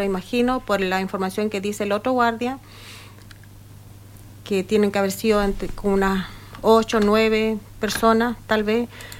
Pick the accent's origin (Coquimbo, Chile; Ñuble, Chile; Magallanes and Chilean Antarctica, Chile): Coquimbo, Chile; yo soy de Coquimbo.